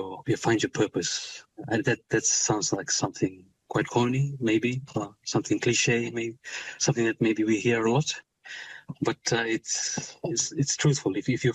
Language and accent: English; Fiji; also born or lived in Vanua Levu; back to my roots, back to my homeland in Bono Levu. I spent much of my time growing up in Viti Levu, the other island near Suva. So myself and my family, we were often away from our homeland